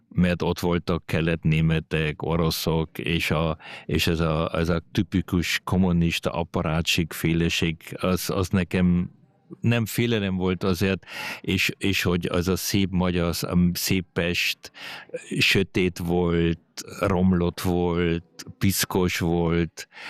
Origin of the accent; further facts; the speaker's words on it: Vienna, Austria; also born or lived in Hungary; Mi otthon csak magyarul beszéltünk, és egy bécsi iskolákba mentem